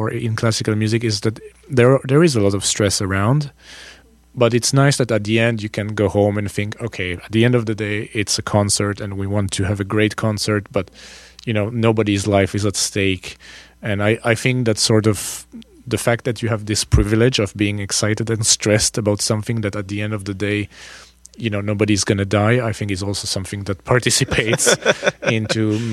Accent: Paris, Île-de-France, France; moved away as an adult; now in Hamilton, Canada; I come from Paris

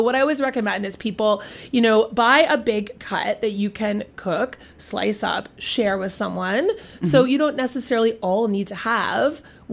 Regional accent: Hamilton, Ontario, Canada; also born or lived in Grimsby, Ontario / Toronto; I was moving out of the city, and I grew up in farming. So I grew up in Grimsby and Hamilton, and I worked on local farms.

